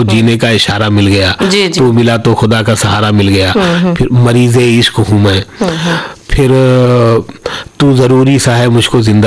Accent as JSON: {"language": "Hindi", "town": "Azamgarh", "region": "Uttar Pradesh", "country": "India", "tie": "born or raised there"}